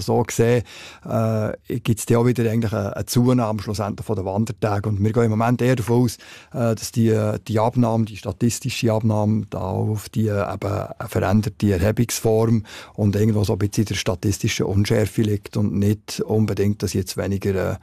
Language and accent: German; Switzerland; Und bei uns in der Schweiz geht es, mit Ausnahme vom Gipfel, geht es immer weiter